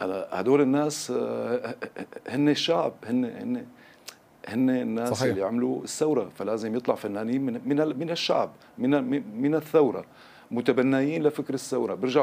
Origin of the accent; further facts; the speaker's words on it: Syria; نحن كسوريين